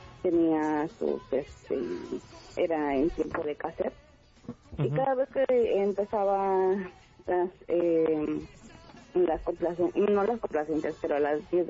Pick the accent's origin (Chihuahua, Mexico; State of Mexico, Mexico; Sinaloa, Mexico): State of Mexico, Mexico; Atizapán; Del Estado de México.